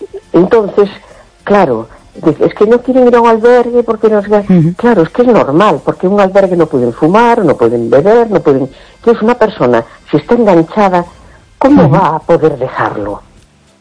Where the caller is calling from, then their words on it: A Coruña, Galicia, Spain; Hola, buenas noches … de La Coruña.